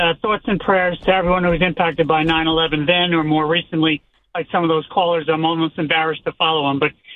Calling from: Allentown, New Jersey, United States; I'm from Allentown, New Jersey.

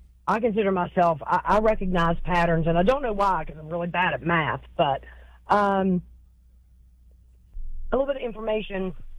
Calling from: Greenbrier County, West Virginia, United States; I'm from Greenbrier County.

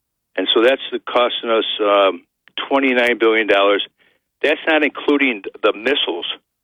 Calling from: Binghamton, New York, United States; from the south side of Binghamton.

